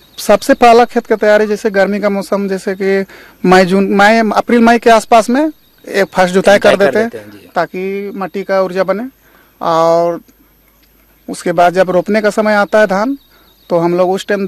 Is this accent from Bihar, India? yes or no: no; Dumarbera, Ramgarh district, Jharkhand, India; मैं डुमरबेड़ा का रहने वाला हूँ जो रामगढ़ ज़िला से।